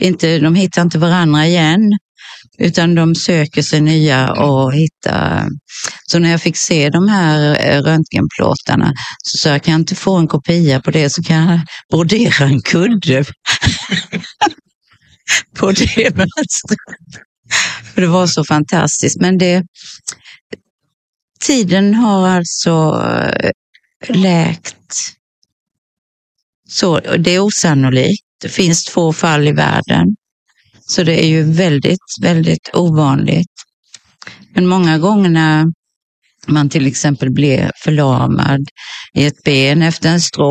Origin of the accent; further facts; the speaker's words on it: Kalmar County, Sweden; now in Ljungby, Sweden; Jag härstammar ju ner från Öland och Kalmar.